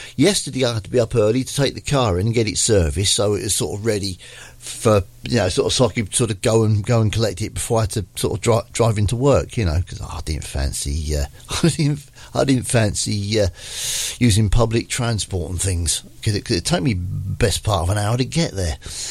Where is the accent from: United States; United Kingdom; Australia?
United Kingdom; Eastleigh, South East England; They're from my hometown of Eastleigh.